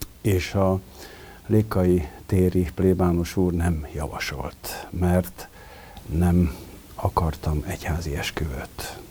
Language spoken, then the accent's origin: Hungarian; Budapest, Hungary; 50-ben születtem itt Budapesten, a belvárosba, még a Paulai Ede utca egy számba, ott a régen a Sirály étterem volt, ma már azt hiszem, hogy nincs ott az Erzsébet térnél. És egészen 8 éves koromig laktunk itt a belvárosba, és akkor költöztünk Budára